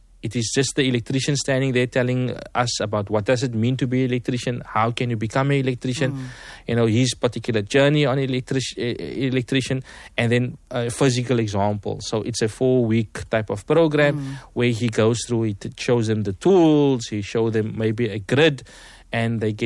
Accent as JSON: {"language": "English", "town": "Cape Town", "region": "Western Cape", "country": "South Africa", "tie": "born or raised there", "said": "I grew up in Lavendale."}